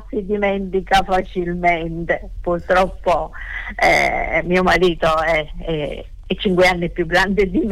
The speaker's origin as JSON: {"language": "Italian", "region": "Sicily", "country": "Italy", "tie": "born or raised there", "moved": "yes", "said": "io e mio marito siamo siciliani"}